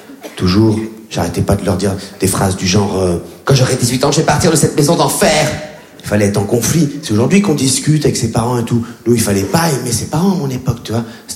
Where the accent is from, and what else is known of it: Réunion, France; born or raised there